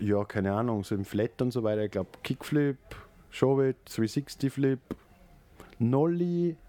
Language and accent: German; Mattighofen, Upper Austria, Austria; ich bin eigentlich Oberösterreicher aus Mattighofen, hat dann Scheuchen einen Skatepark gekriegt. Mattighofen hat eine Mini-Ramp gehabt für den Winter, das war super. Und da habe ich meine Jugend verbracht.